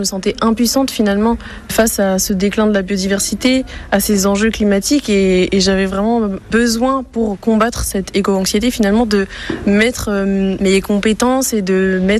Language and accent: French; Brest, Brittany, France; born or raised there